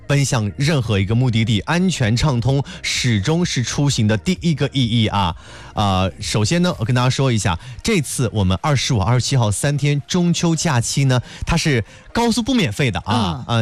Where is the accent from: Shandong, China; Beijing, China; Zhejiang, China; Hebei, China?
Shandong, China; Qingdao; 我们在青岛海边长大小孩